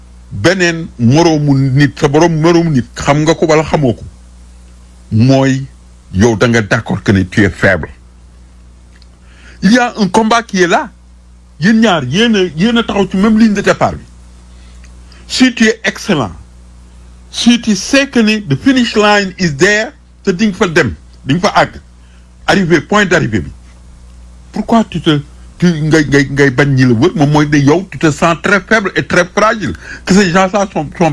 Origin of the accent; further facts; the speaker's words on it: Senegal; en tant que sénégalais